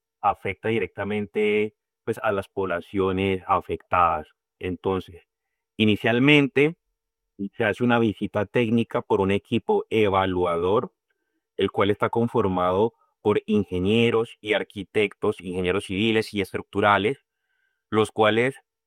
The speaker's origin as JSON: {"language": "Spanish", "town": "Cali", "region": "Valle del Cauca", "country": "Colombia", "said": "Muchos de los caleños en estos momentos estamos afectados por esta situación"}